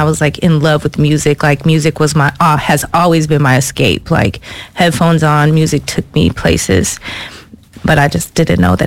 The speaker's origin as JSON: {"language": "English", "town": "Minneapolis", "region": "Minnesota", "country": "United States", "tie": "born or raised there", "also_born_or_lived": "South Florida / Texas", "moved": "as an adult", "said": "Originally, I'm born in Minnesota, born and raised North Minneapolis."}